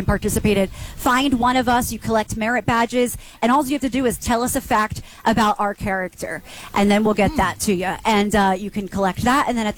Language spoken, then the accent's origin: English; France; I'm also from France, so.